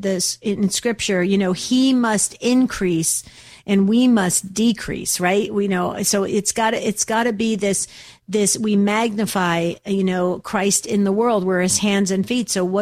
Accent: New Jersey, United States; accent: Jersey; Bob, I'm from Jersey originally. So if I get rolling and I talk too quickly, you'll pick up my Jersey accent too.

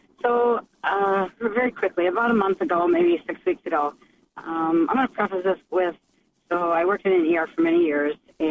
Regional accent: Wisconsin, United States; So I'm from Wisconsin, and I went out to a place in Madison

